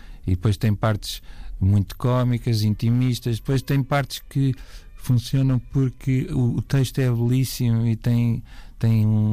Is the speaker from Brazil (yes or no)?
no; Portalegre, Alentejo, Portugal; na minha terra natal, Porto Alegre, do Marchão